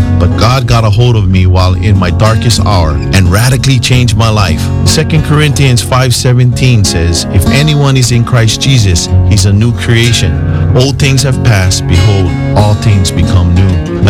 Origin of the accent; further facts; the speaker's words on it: Waimanalo, Hawaii, United States; I'm a native from Waimanalo, Oahu.